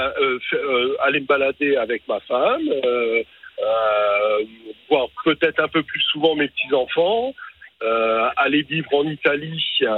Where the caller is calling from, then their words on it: Troyes, Grand Est, France; Alors, moi, je suis à Troyes. Je suis à Troyes.